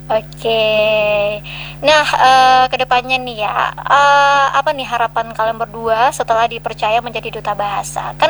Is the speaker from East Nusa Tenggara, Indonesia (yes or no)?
no; Riau Islands, Indonesia; Tapi kalau kita nih sebagai orang Kepulauan Riau, sebagai orang Melayu